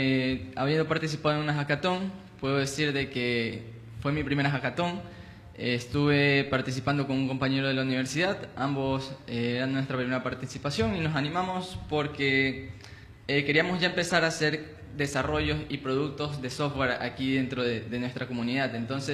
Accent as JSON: {"language": "Spanish", "town": "Jaramijó", "region": "Manabí", "country": "Ecuador", "said": "Yo soy de Jaramijó. Tengo 26 años"}